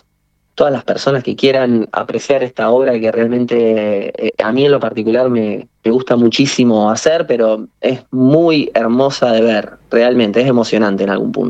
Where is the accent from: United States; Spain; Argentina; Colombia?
Argentina; Rosario, Santa Fe; somos de Rosario